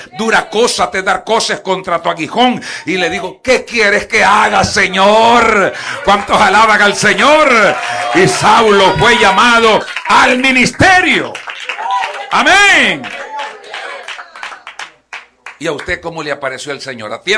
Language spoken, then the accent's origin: Spanish; Honduras; porque yo soy catracho